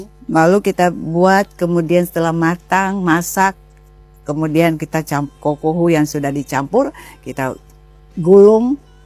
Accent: Maluku, Indonesia; Sebagai orang Maluku

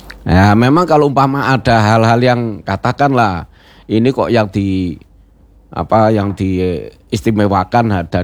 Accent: Malang, East Java, Indonesia; now in Tanjung Pinang, Indonesia; saya kebetulan saya ini tinggal, apa, asli saya orang Jawa dari Malang.

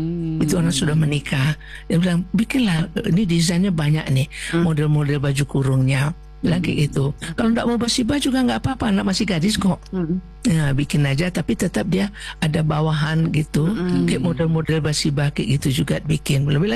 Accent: West Sumatra, Indonesia; Kalau kita Minang nggak pakai batik di bawah. Pakai kain gitu dia.

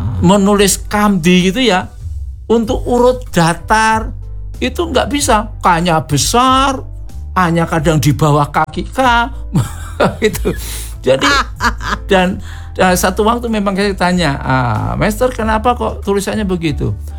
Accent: Java, Indonesia; seperti saya orang Jawa, istri saya orang Ambon.

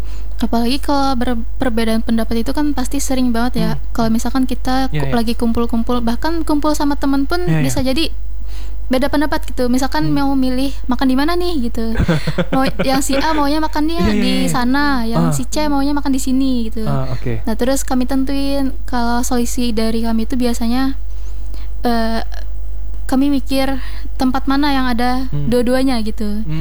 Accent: Palangka Raya, Central Kalimantan, Indonesia; aku kan aslinya Palangka juga

